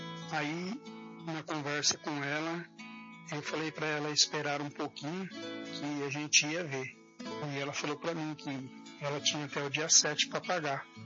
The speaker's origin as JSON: {"language": "Portuguese", "town": "Londrina", "region": "Paraná", "country": "Brazil", "said": "sou da cidade de Londrina, no estado do Paraná."}